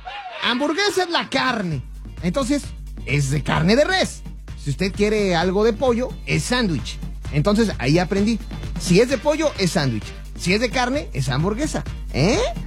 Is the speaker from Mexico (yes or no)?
yes; Mexico; now in United States; Yo cuando vine de México, en México te decían, bueno, es hamburguesa de carne o de pollo.